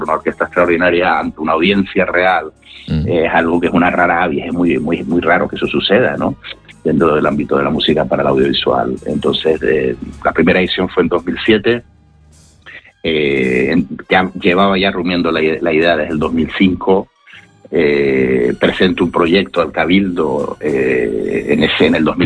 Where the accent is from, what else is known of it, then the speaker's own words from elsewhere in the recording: Tenerife, Canary Islands, Spain; en mi tierra, en Canarias, en Tenerife?